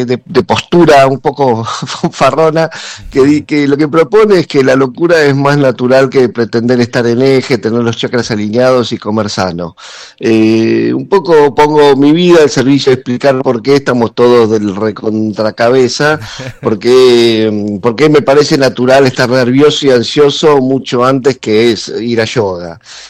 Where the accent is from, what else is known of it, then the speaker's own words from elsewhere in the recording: Argentina; siento que en eso somos argentinos.